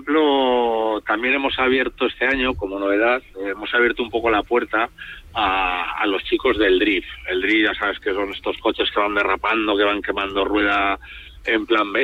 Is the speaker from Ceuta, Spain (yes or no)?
no; Logroño, La Rioja, Spain; es la subida de mi pueblo, de mi casa, de Logroño.